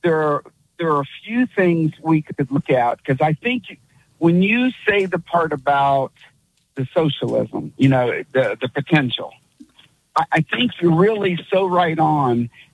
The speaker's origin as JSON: {"language": "English", "region": "Virginia", "country": "United States", "tie": "born or raised there", "said": "I grew up in Virginia, okay?"}